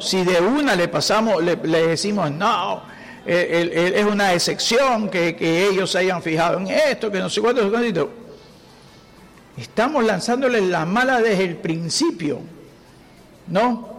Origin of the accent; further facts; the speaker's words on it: Ecuador; esa negatividad que los propios, que nosotros mismos, como como ecuatorianos le estamos dando